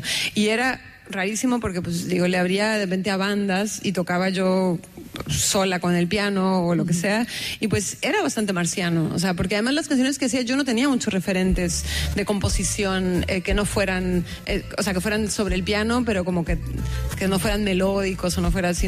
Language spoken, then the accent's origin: Spanish; northern border, Mexico; moved away; Y yo sí siento que cuando me fui a vivir lejos de México había algo que me marcaba mucho, que era ser de una frontera. O sea, sí, y además una frontera tan contrastante, ¿no? O sea, de dos países tan diferentes.